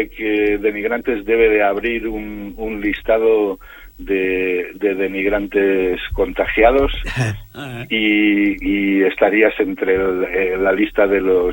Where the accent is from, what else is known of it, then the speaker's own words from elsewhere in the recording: Molins de Rei, Catalonia, Spain; Os recuerdo que yo soy de Molins, me sé el camino perfectamente.